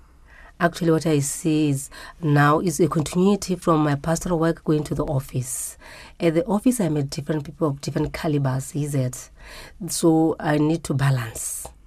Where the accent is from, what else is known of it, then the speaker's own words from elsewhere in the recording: Botswana; I'm a Botswana, born and brought and bred in Botswana.